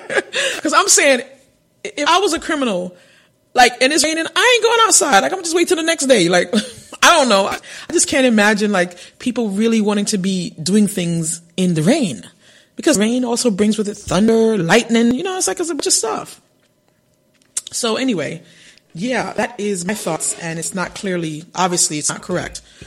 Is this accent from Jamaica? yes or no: yes; Jamaica; I am a Jamaican